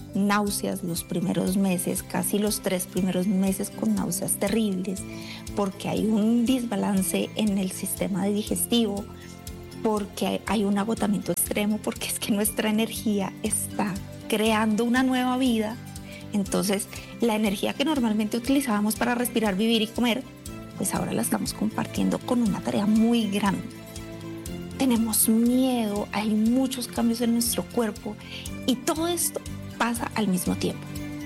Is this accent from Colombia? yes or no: yes; Colombia; now in Belgium; soy colombiana, vivo en Bélgica, pero hoy transmito desde Colombia. Estoy aquí en mi tierra natal.